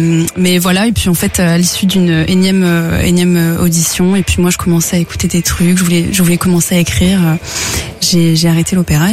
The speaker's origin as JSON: {"language": "French", "town": "Narbonne", "region": "Occitanie", "country": "France", "said": "Je viens de Narbonne, donc Narbonne, c'est la petite ville à 1h30 de Toulouse et 1h de Montpellier."}